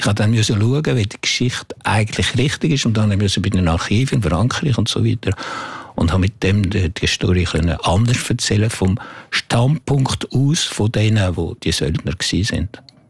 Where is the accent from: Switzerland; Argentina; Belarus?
Switzerland; Aber ich habe geschrieben als ein Schweizer, oder irgendwie, wo das anschauen kann. Und nicht als ein Franzose, der jetzt hier Ihnen etwas erzählen will.